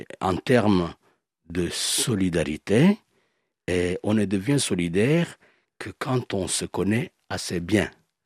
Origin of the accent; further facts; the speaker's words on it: Goma, North Kivu, DR Congo; Évidemment, même si je viens de Goma, donc à 2000 km de la capitale qui est voisine de la capitale du Congo Brazzaville, nous avons des contacts très fréquents.